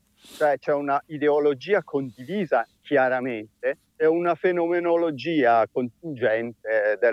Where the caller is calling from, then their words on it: Friedrichshafen, Baden-Württemberg, Germany; siamo da Friedrichshafen.